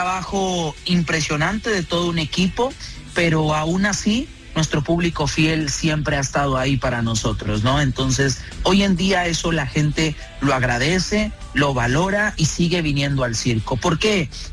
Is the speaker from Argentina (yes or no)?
no; Mexico; O sea, yo nunca me he presentado en México, en mi tierra.